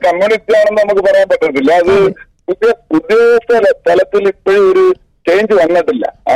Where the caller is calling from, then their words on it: Kollam, Kerala, India; കൊല്ലത്ത്.